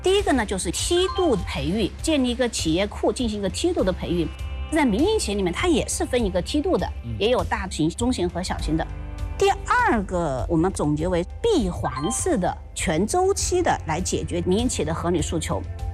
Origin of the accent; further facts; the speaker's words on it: Guizhou, China; 我们贵州话来说是会容易熄火的